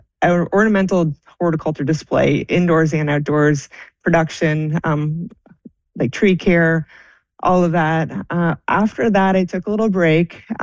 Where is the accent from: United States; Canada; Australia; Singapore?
Canada; Chepstow, Ontario; born or raised there